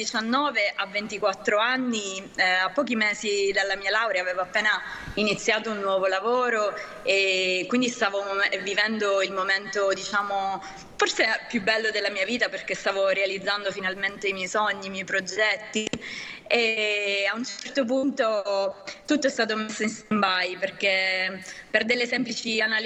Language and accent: Italian; Sicily, Italy; io sono siciliana, per me è la seconda casa